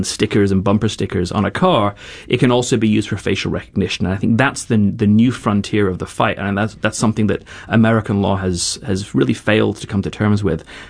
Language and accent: English; England, United Kingdom; born there; I was born in Europe, in England, and while Americans are very fond of talking about their privacy